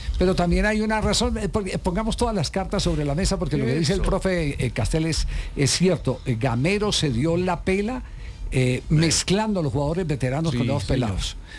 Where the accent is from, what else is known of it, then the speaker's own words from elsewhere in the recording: Colombia; Mujer, no, yo soy colombiana, claro.